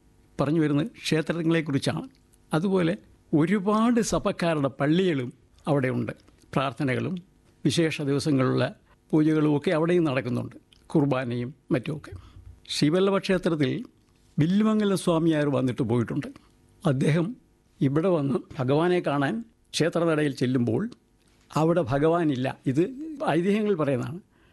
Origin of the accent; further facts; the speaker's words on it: Thiruvalla, Kerala, India; ഞാൻ ജനിച്ചു വളർന്നത് മധ്യ തിരുവിതാംകൂറിലെ തിരുവല്ല എന്ന് പറഞ്ഞ സ്ഥലത്താണ്. അതിനൊരു പ്രത്യേകതയുള്ളത്, കേരളത്തിൽ എവിടേക്കും യാത്ര ചെയ്യാൻ ഒരു സെൻറ്റർ, അതാണ് ഞങ്ങളുടെ നാടിൻ്റെ ഒരു സവിശേഷത.